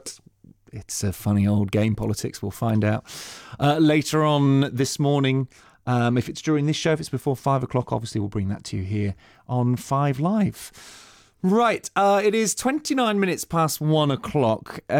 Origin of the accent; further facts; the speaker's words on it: South West England, United Kingdom; So I said earlier on, I'm not from London, I'm from the southwest. And I think the Southwest is very friendly.